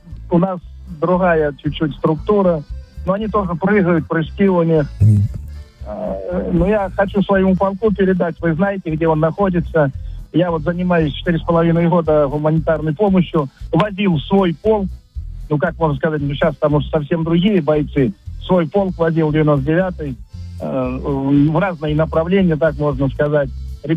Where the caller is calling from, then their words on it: Lipetsk, Lipetsk Oblast, Russia; Я звоню с Липецка